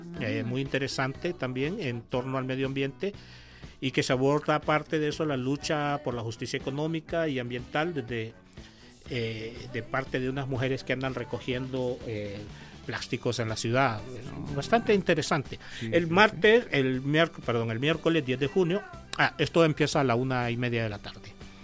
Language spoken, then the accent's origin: Spanish; Honduras